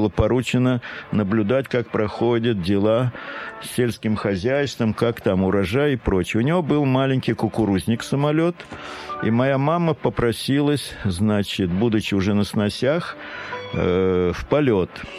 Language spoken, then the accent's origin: Russian; Kazakhstan; born there; Я еще говорю, я еще и казах, потому что я родился в Казахстане, А раз это моя земля и родина, значит, я еще немножко и казах.